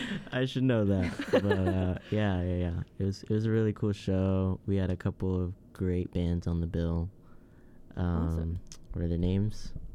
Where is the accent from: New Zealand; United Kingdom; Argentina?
United Kingdom; England; now in Austin, United States; I grew up in England